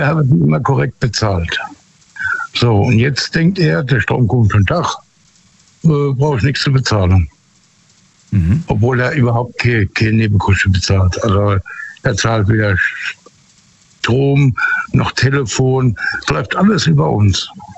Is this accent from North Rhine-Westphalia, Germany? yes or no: no; Hesse, Germany; Ich bin eigentlich aus der Nähe von Biblis.